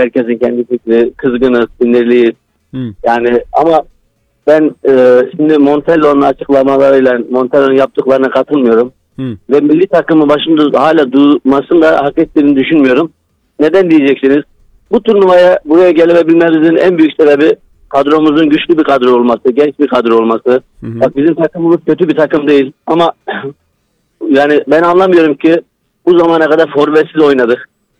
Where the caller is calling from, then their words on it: Malatya, Turkey; Malatya'dan katılıyorum.